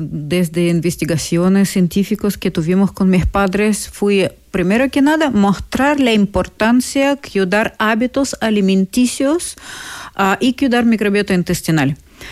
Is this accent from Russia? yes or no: yes; Russia; Spanish is a second language; moved away; en mi país, en Rusia